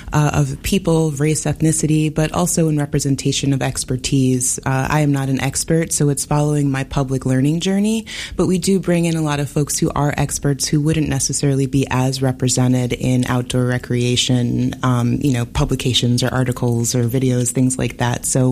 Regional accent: Brooklyn, New York, United States; being someone from born and raised in Brooklyn in New York

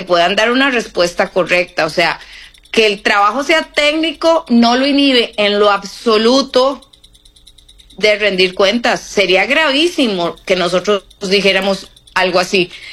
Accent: Costa Rica

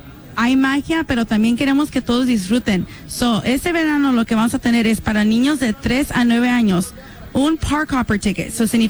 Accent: Long Beach, California, United States; now in Santa Ana, United States; Tengo como 6 años viviendo en Santa Ana, pero soy del Long Beach originalmente.

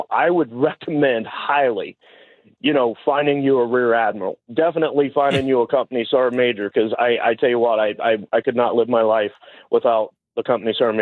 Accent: Indiana, United States; moved away; back home in Indiana. You know, once my wife and I moved from Indiana up here, we moved up here 16 years ago.

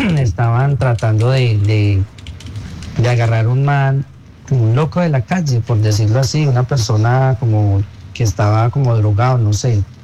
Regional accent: Pereira, Risaralda, Colombia; de Pereira, la estoy viendo por TikTok también.

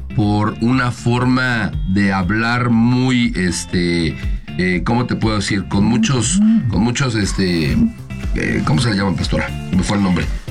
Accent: Mexico City, Mexico; accent: caló de la Colonia Obrera; yo vengo de la Obrera, de la Colonia Obrera. Soy de la Colonia Obrera, sé hablar el caló de la Colonia Obrera

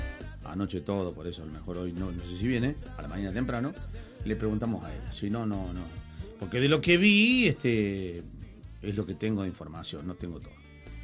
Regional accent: Bell Ville, Córdoba, Argentina; born there; now in Córdoba, Argentina; Como los tres nacimos en Belleville.

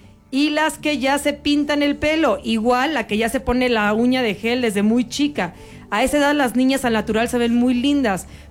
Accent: Mexico; No somos coreanas, somos bien mexicanas

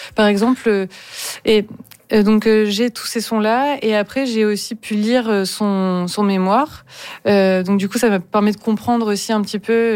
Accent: Toulouse, Occitanie, France; Oui, je suis française.

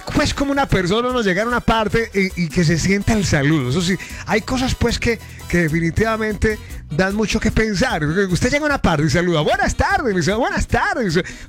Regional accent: Antioquia, Colombia; así somos los paisas.

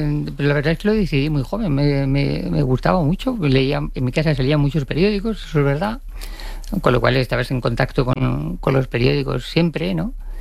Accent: Madrid, Community of Madrid, Spain; yo soy de Madrid, pues no soy nacida cerca del mar.

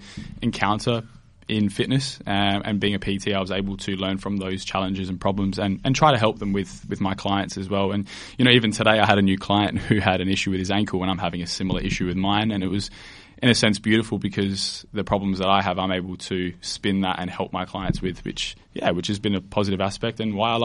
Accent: Adelaide, South Australia, Australia; born there; Both parents were born here in Adelaide. Obviously, I was born here in Adelaide as well. Mm-hmm. Unfortunately, don't speak Italian very well. I understand it somewhat, which is helpful.

